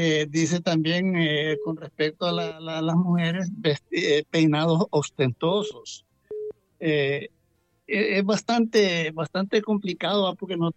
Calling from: San Pedro Sula, Cortés, Honduras

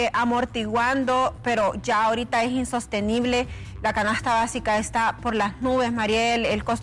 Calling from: Honduras; Sabemos que la mayoría de los hondureños vivimos de un sueldo

